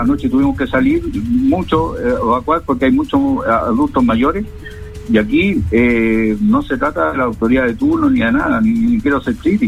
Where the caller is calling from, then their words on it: Antofagasta, Chile; Yo soy de Antofagasta, estoy hace 30 años.